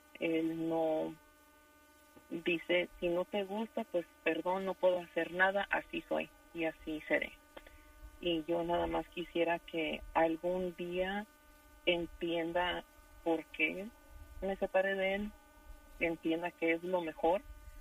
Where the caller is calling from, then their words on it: California, United States; hablo de California.